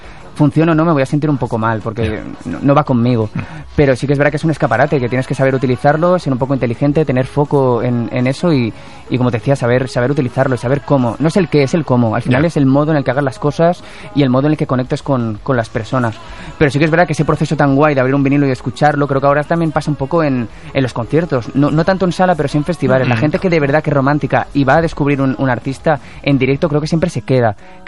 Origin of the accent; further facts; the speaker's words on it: Valencian Community, Spain